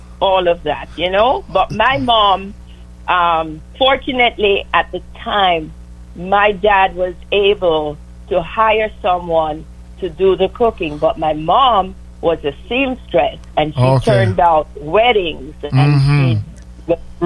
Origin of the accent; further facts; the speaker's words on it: London, United Kingdom; also born or lived in Jamaica; now in Mount Vernon, United States; I was born in Jamaica, but I grew up in London as a kid.